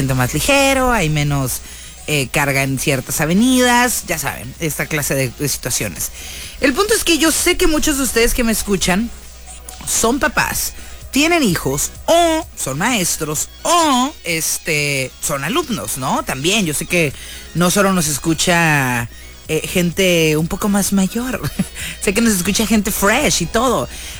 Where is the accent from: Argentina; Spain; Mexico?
Mexico; northern Mexico; como buena persona norteña, resignada, más no acostumbrada al calor